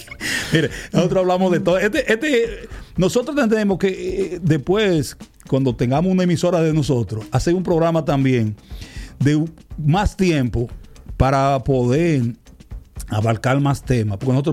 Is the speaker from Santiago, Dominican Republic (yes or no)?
yes; San José de las Matas, Santiago, Dominican Republic; mi pueblo natal, San José de las Matas, que no es matero, es matense